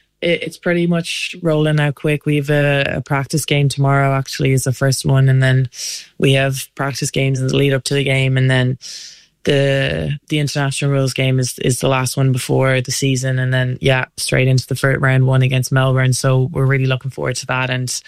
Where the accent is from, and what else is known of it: Ireland